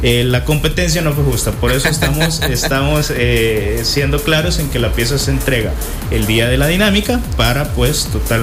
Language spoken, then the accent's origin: Spanish; El Salvador